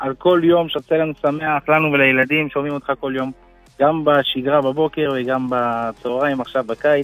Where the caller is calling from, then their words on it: Kiryat Malakhi, Southern District, Israel; קריית מלאכי.